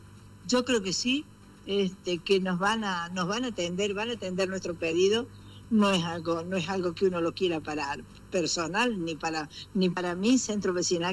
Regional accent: Villa Carlos Paz, Córdoba, Argentina; que somos de acá de Carlos Paz

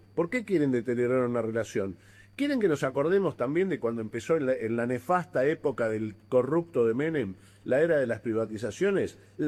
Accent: Argentina

